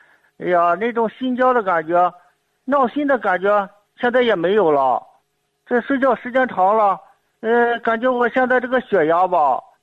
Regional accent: Hebei, China; 我今年我70岁了，我家是河北的，

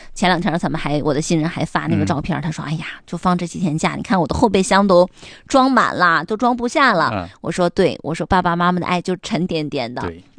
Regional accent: Northeast China, China

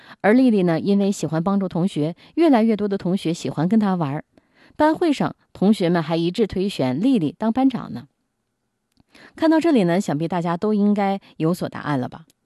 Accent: China; 我们中国人其实在感情的表达上比较含蓄

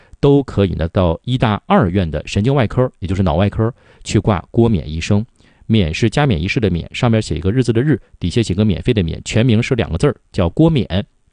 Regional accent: Northeast China, China; accent: Northeastern Mandarin; 咱们东北话讲叫生了不添死的不去

